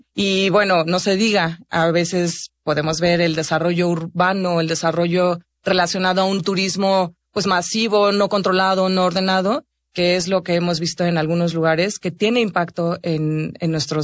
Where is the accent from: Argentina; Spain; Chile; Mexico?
Mexico